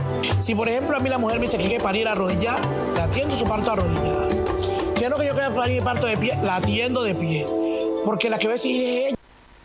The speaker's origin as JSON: {"language": "Spanish", "town": "Bagadó", "region": "Chocó", "country": "Colombia", "moved": "as an adult", "lives_now": "Istmina, Colombia", "said": "Yo soy del municipio de Bagado, Chocó. Hace 35 años vivo aquí en el municipio de Izumí."}